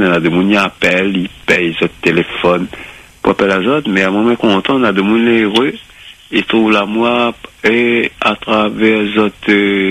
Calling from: Rodrigues, Mauritius; Mais j'habite à Rodrigue, moi.

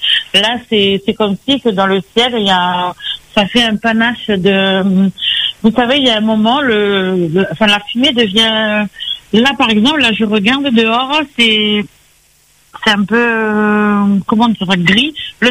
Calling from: Toulouse, Occitanie, France; Donc, j'appelle de Toulouse.

